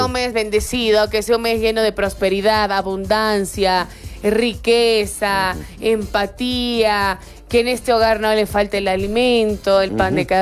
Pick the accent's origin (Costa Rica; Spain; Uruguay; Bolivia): Bolivia; sabemos cómo somos los bolivianos